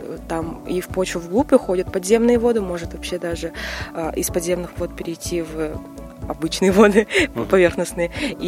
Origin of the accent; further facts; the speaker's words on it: Nizhny Bestyakh, Sakha Republic, Russia; also born or lived in Yakutsk; now in Mirny, Russia; И сама я из Нижнего Бестяха, Мегино-Ханголасский УС, может, знаете, где это за речкой в Якутске?